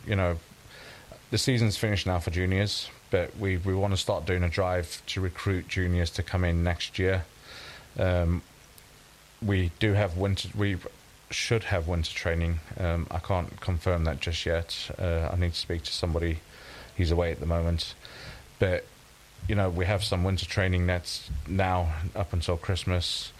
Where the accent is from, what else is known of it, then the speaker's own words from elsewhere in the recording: South Africa; now in Tameside, United Kingdom; And I come from South Africa, so sports is like a big thing in South Africa.